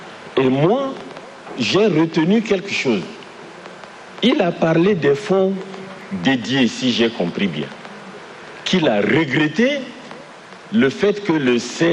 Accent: Chad; Pourquoi est-ce que le sport n'est pas du tout reluisant ici chez nous au Tchad?

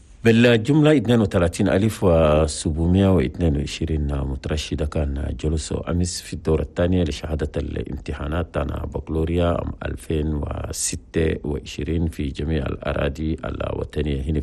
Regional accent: Chad; اللاجئين السودانيين في بلدنا تشاد.

